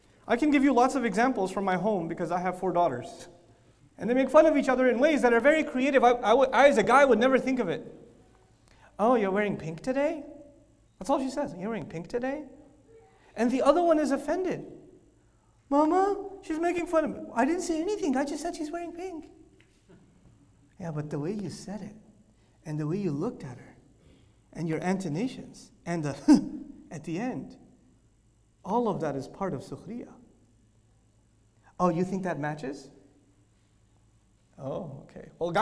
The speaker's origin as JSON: {"language": "English", "country": "Pakistan", "said": "I come from Pakistan, that's my home country."}